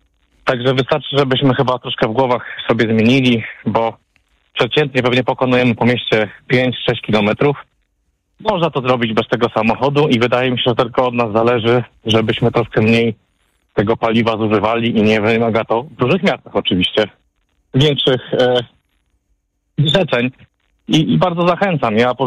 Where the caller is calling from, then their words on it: Warsaw, Masovian Voivodeship, Poland; jestem z Warszawy